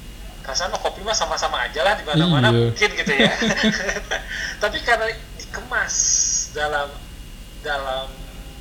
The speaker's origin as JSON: {"language": "Indonesian", "town": "Bandung", "region": "West Java", "country": "Indonesia", "said": "kita sebagai warga Bandung ya"}